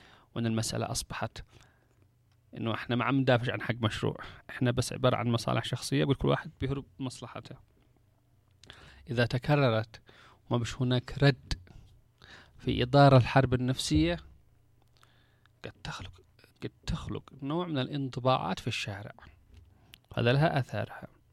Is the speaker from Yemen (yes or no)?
yes; Yemen; إحنا من اليمن